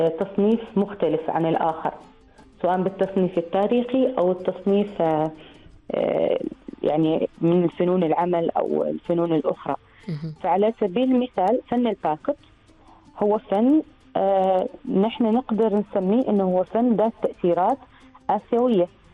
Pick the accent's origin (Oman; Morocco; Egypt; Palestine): Oman; نحن عندنا في عمان، بما أنه عندنا تباين ثقافي كبير وعندنا تاريخ ما شاء الله يعني واسع ممتد